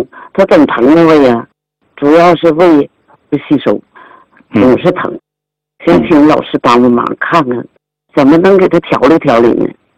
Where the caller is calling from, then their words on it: Harbin, Heilongjiang, China; 我是来自黑龙江哈尔滨的，